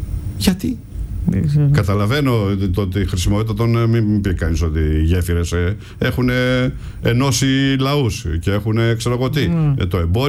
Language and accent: Greek; Ptolemaida, Western Macedonia, Greece; Χαιρετισμού στην πατρίδα μου την Πτολεμαϊδα.